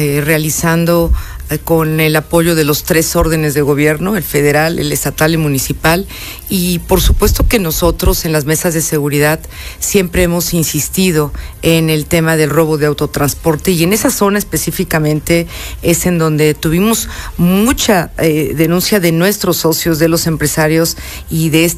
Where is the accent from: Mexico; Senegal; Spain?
Mexico; Teziutlán, Puebla; Y mira que yo soy de Teciutlán, soy teciuteca